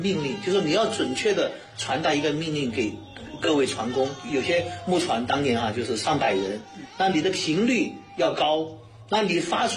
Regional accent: Chongqing, China; accent: Chongqing dialect; 我们的方言就是我们重庆的说话，它很果断，很有爆发力。

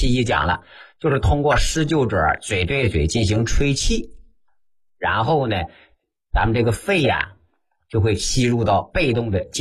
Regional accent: China; 但是很少人知道啊，这可是完全出自于我们中国人自己老祖宗的智慧

